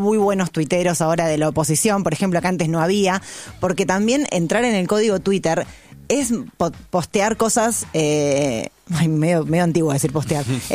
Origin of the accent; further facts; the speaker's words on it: Argentina; A mí me da vergüenza como argentina, porque digo, más allá de que yo no lo voté, es el presidente.